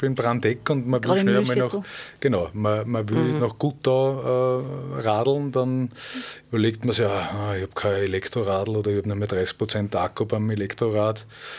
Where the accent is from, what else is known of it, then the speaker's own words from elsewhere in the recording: Zwentendorf, Lower Austria, Austria; now in Salzburg, Austria; Dialekt ein bisschen raushört, dass ich kein Oberösterreicher bin. ja, ich bin ursprünglich aus dem Tullnerfeld, also Zwentendorf, wo das Atomkraftwerk steht, was nie in Betrieb gegangen ist